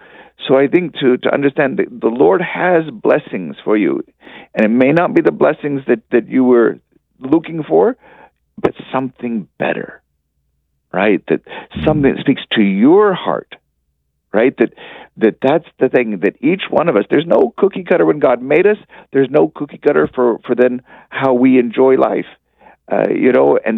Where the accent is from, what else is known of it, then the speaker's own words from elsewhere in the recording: Texas, United States; I grew up in the Bible Belt in Texas, and so I had a lot of Baptist friends growing up